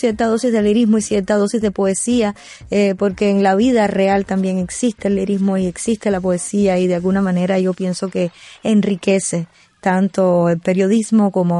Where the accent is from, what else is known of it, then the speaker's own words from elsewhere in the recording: Cuba; Nuestra identidad cultural como cubanos está muy dada por esa mezcla de magia y fantasía con lo cotidiano.